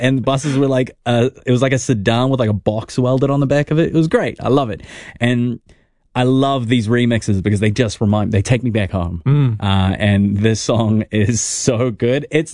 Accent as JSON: {"language": "English", "country": "American Samoa", "tie": "born or raised there", "moved": "yes", "lives_now": "Auckland, New Zealand", "said": "I have many memories of growing up in Samoa and like the buses sitting on our house in American Samoa was like on the corner of this road, and it was all bush"}